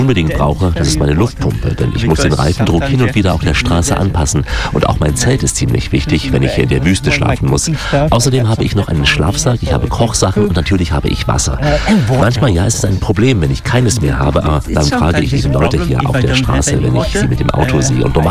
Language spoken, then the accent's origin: German; Netherlands